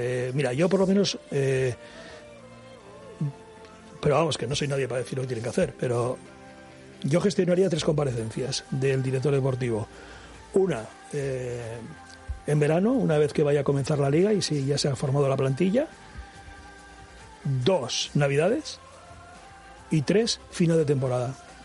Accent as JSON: {"language": "Spanish", "region": "Pernambuco", "country": "Brazil", "said": "Vengo de Pernambuco, pero siempre en mis sueños de chaval pensé en vestir la camiseta de la Real"}